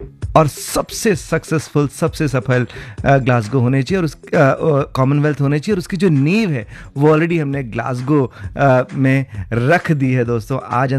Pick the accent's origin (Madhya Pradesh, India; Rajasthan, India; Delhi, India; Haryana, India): Delhi, India